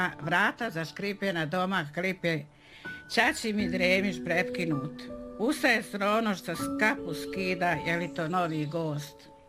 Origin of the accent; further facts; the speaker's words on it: Kotor Varoš, Republika Srpska, Bosnia & Herzegovina; born there; Ja sad ću kad odim tamo da kažem da nisam iz Čelinca, jer ja sam rođena na Kotorvaroškoj opštini.